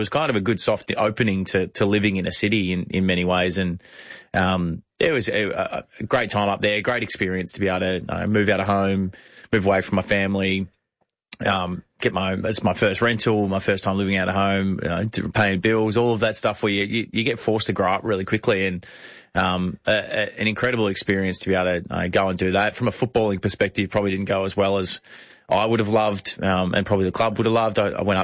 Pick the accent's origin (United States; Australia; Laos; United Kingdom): Australia; Phillip Island, Victoria; now in Sydney, Australia; So we grew up near enough to each other. I'm from Phillip Island.